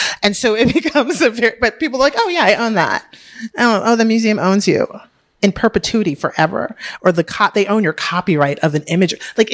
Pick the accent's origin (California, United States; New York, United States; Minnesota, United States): New York, United States; New York City; I grew up in Harlem.